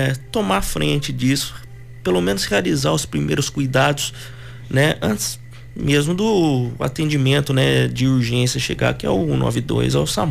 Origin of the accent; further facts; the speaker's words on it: Ribeirão Preto, São Paulo, Brazil; moved away as an adult; now in Avaré, Brazil; De Avaré, tanto meu pai quanto minha mãe são daqui de Avaré, porém eu cresci na cidade de Ribeirão Preto, me formei lá, fiz universidade.